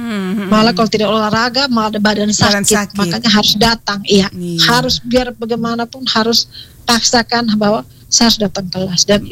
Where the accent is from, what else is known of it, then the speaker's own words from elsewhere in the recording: East Nusa Tenggara, Indonesia; Saya dari Flores, jadi sering pulang Flores, jadi ada saya di mana, kenapa tidak datang, jadi seperti itu.